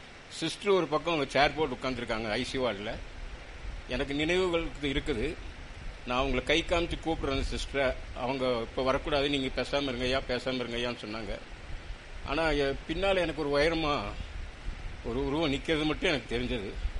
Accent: Coonoor, Tamil Nadu, India; moved away as an adult; now in Coimbatore, India; குன்னூர் பகுதியில் தான் நாங்கள் பிறந்து வளர்ந்தது எல்லாம் குன்னூர் தான். எஸ்ஆர்கா மூலியம் தான் நாங்கள் ஜெபிச்சு ரட்சிக்கப்பட்டோம். நான் ரட்சிக்கப்பட்டு 8 வருஷம் தான் ஆகுது.

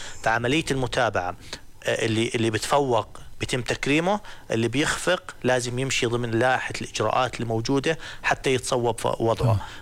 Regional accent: Salt, Balqa Governorate, Jordan; من السلط.

